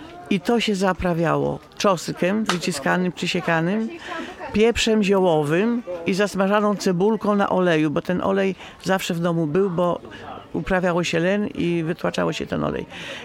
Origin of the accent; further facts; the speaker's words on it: Samogoszcz, Masovian Voivodeship, Poland; Ja pochodzę ze wsi Samogoszcz, gmina Maciejowice, powiat garwoliński.